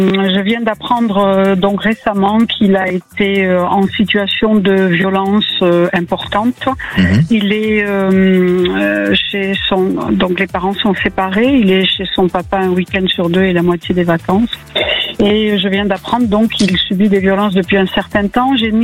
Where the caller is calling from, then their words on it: Occitanie, France; J'appelle de la Haute-Garonne.